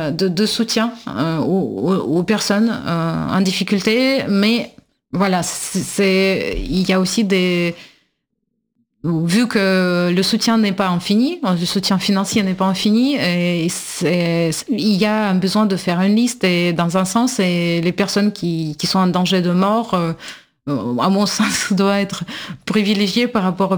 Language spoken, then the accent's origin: French; Russia; French is a second language; Et en tant que russe, je pense que oui